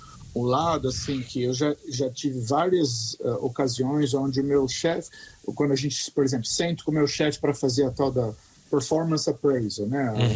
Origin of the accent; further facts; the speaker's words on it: Brazil; moved away as an adult; now in New Zealand; a gente, como brasileiro